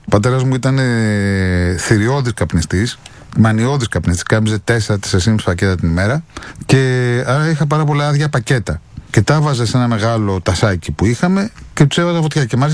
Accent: Athens, Attica, Greece; born there; Γεννήθηκα στο Μευτήριο Έλενα στην Αθήνα στις 3 Αυγούστου 1966.

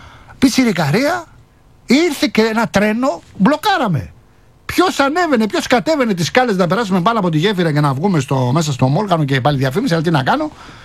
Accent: Rafina, Attica, Greece; στη Ραφίνα την πατρίδα μου.

